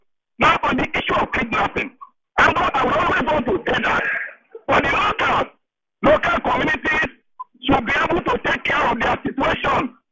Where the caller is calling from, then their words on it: Arima, Trinidad & Tobago; I'm calling from Arima.